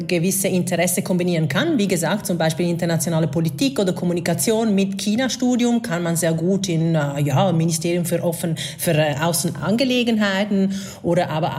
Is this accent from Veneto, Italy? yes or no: yes; Venice, Veneto, Italy